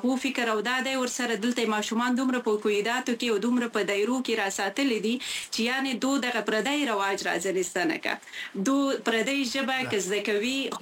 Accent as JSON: {"language": "Pashto", "region": "Khyber Pakhtunkhwa", "country": "Pakistan", "tie": "born or raised there", "moved": "as an adult", "said": "زما ځواني په پښتونخوا کې وه او دغه دوه کاله شوي چې راغلی یم"}